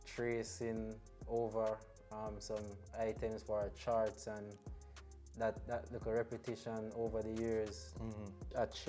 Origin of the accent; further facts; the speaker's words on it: Longville Park, Clarendon, Jamaica; I'm from Clarendon, Longville Park. Mm-hmm. Finished Calabar